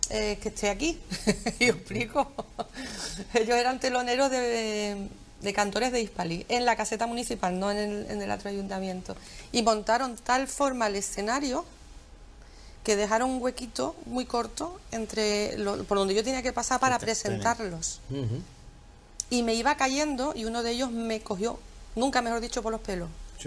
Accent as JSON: {"language": "Spanish", "town": "San Fernando", "region": "Andalusia", "country": "Spain", "said": "No, no, somos de San Fernando."}